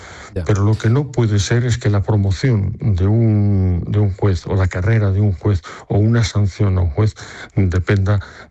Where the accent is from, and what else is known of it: Spain